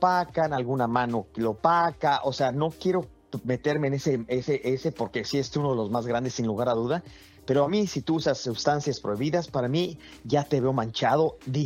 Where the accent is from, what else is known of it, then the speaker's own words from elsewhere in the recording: Mexico; soy mexicano